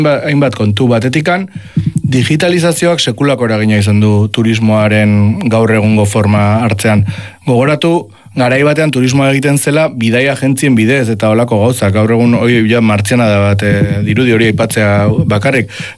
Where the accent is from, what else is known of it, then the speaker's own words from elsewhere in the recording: Southern Basque Country, Spain; hemen Ego Euskal Herriko biztanlei etzigun hainbeste eragin